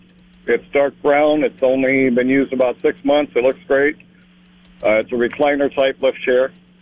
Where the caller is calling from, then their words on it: Storm Lake, Iowa, United States; from Storm Lake.